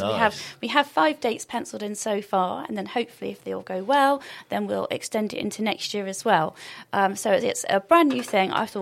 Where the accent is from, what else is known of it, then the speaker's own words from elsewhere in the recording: Bristol, South West England, United Kingdom; I am from Bristol. I was born in Southmead Hospital and grew up in the Kingswood area.